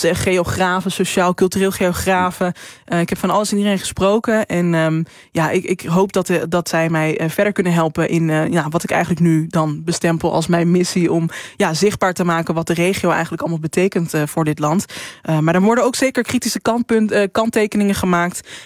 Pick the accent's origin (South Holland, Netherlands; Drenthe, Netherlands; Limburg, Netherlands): Drenthe, Netherlands; moved away as an adult; also born or lived in Randstad; ik kom uit Drenthe en 6,5 jaar geleden ben ik verhuisd. Ik ben eigenlijk gevlucht naar de Randstad, denkende dat ik daar mijn thuis zou vinden. En nou heb ik heel de Randstad gehad, behalve Utrecht moet ik wel bekennen, maar echt alle steden heb ik gehad. En nu ga ik terug. Terug naar Drenthe.